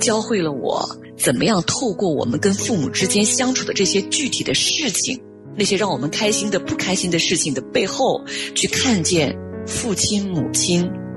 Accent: China; 那个时候我是生活在中国内陆的一个很小的一个城市里，在几十年前呢那个城市经济也不发达，交通也不是很便利，所以呢我基本上是在一个相对封闭的这么一个城市环境中长大

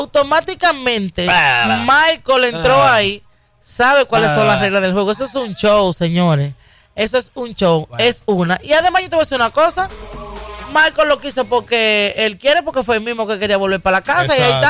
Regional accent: Dominican Republic; no somos las dominicanas

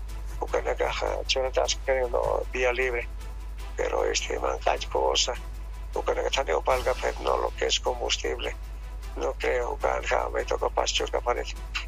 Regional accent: Bolivia; nosotros también somos bolivianos

